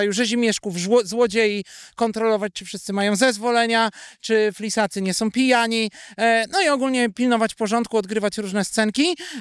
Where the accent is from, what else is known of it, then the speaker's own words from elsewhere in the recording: Golub-Dobrzyń, Kuyavian-Pomeranian Voivodeship, Poland; a wychowałem się w ogóle w Golubiu Dobrzyniu, więc jakby obok zamku tam było pełno różnego rodzaju inscenizacji